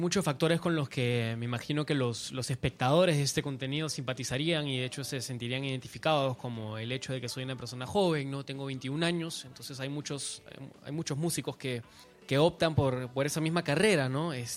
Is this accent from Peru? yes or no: yes; Peru; sabemos que como peruanos todos somos recontra emprendedores